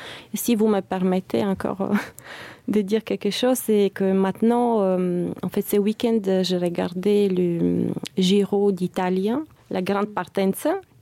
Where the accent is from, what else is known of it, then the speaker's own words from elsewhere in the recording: Bulgaria; French is a second language; J'ai fait l'expérience quand je disais que je viens de la Bulgarie.